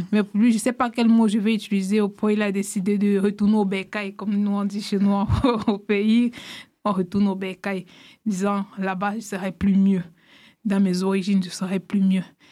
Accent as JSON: {"language": "French", "country": "Cameroon", "said": "Mais comme on dit toujours chez nous au Cameroun, c'est quand tu meurs que tu perds espoir."}